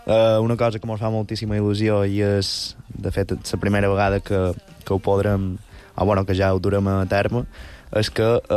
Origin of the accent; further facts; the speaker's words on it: Artà, Balearic Islands, Spain; jo som d'Artà